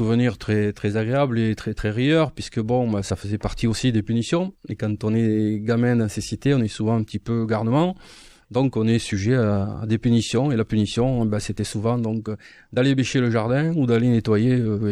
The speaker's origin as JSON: {"language": "French", "town": "Decazeville", "region": "Occitanie", "country": "France", "tie": "born or raised there", "said": "Oui, parce que moi, je suis natif de la ville de Cazeville et je suis né donc sur le carreau de mine du puits numéro 1."}